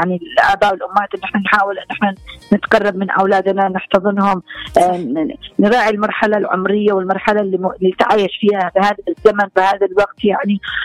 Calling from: Aden, Yemen; بالذات نحن في اليمن وفي عدن

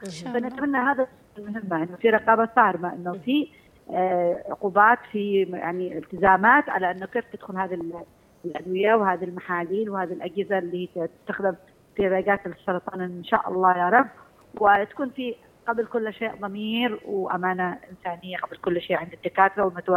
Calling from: Yemen

